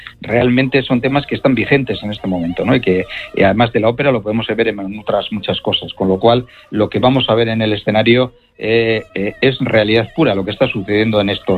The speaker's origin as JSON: {"language": "Spanish", "town": "Bilbao", "region": "Basque Country", "country": "Spain", "said": "Bueno, sí, como somos de Bilbao, pues nuestro aniversario dura 3 temporadas, ¿no?"}